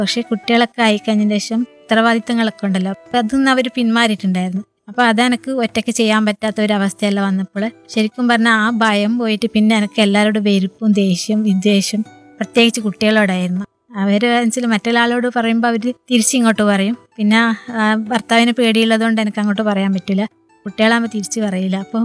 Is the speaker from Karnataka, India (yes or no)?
yes; Karnataka, India; now in Kerala, India; ഞാൻ ജനിച്ചു വളർന്നത് കർണാടകയിലാണ്. അപ്പം അവിടെ ഇങ്ങനെ പ്രശ്നങ്ങളുള്ളത് കൊണ്ട് തന്നെ എൻ്റെ അമ്മേൻ്റെ ഫാമിലീസൊക്കെ ഇവിടെ കേരളത്തിലാണ്.